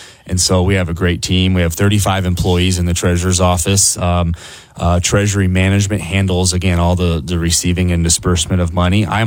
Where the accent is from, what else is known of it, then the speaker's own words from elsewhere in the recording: Fremont, Nebraska, United States; I grew up in Fremont, Nebraska, born and raised.